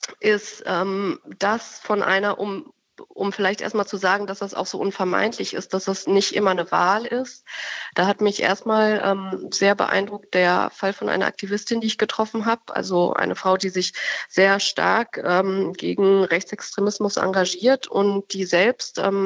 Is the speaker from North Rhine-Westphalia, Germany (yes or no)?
yes; North Rhine-Westphalia, Germany; also ich bin aus Ostwestfalen, wo es aber auch, wenn man sich das mal näher anschaut, in gewissen Stadtvierteln, also zum Beispiel, wo ich in den Kindergarten gegangen bin, da ist die Zustimmung zur AfD auch sehr hoch